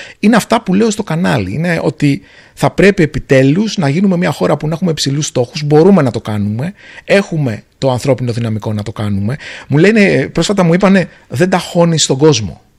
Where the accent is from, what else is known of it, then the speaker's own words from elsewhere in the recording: Agrinio, Western Greece, Greece; Και επειδή το Αγρίνιο είναι ο τόπος μου και δεν θα έλεγα ποτέ όχι στο να πάω